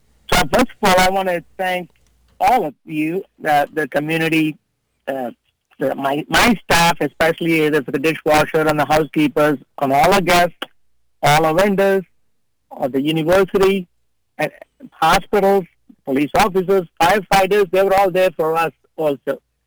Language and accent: English; India; English is a second language; now in Champaign, United States; Because when I grew up in India, I didn't know what Champaign, Illinois was. I never knew I'm going to end up here.